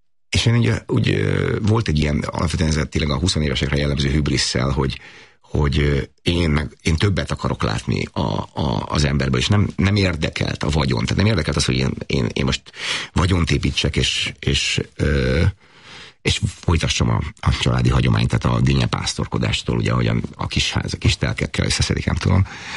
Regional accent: Sopron, Győr-Moson-Sopron, Hungary; moved away as an adult; now in Egypt; én egy magyar paraszti családból származom, Sopronban nőttem fel.

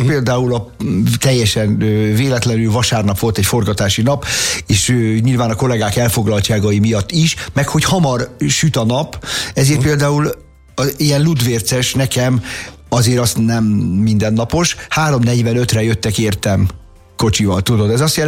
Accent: Budaörs, Pest, Hungary; én budaörsi vagyok, tehát átmentünk az óvodába, és az semmi.

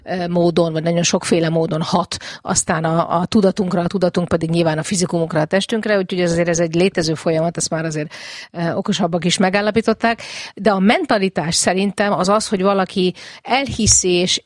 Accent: Hungary; also born or lived in United States; ahogy itt én nőttem fel

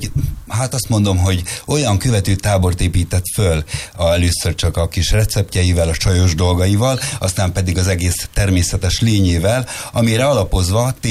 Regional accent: Jobbágyi, Nógrád, Hungary; abból a Nógrád megyei jobbágyi faluból származik, onnan gyökerezik, ahonnan én magam is, ott nőttem fel, és nagyon szeretem azt a helyet.

